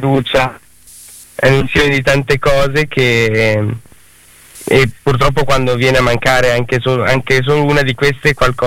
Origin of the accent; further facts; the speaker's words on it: Bologna, Emilia-Romagna, Italy; Io sono di Bologna.